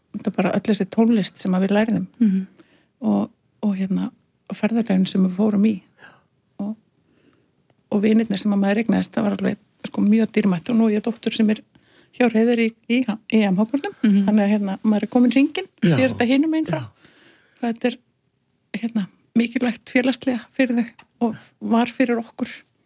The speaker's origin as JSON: {"language": "Icelandic", "town": "Reykjavík", "region": "Capital Region", "country": "Iceland", "tie": "born or raised there", "said": "Ég er hérna alinn upp í Hamrahverfinu. Hérna í Reykjavík, en fjölskylda mín kemur frá Húsavík"}